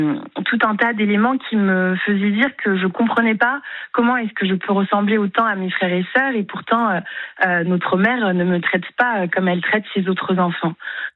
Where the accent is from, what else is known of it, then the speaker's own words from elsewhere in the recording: France; born there; also born or lived in Congo; quand ma mère elle revient, je ne suis plus au Congo, je suis en France. Ma belle-mère m'a fait un faux acte de naissance et elle m'a emmenée en France avec ses autres enfants.